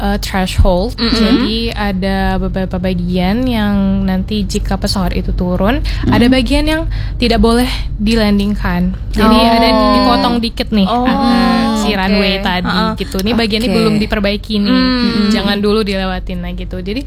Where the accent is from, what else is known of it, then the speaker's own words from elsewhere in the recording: Medan, North Sumatra, Indonesia; now in Surabaya, Indonesia; Iya, jadi aku tuh asal dari Medan, Sumatera Utara.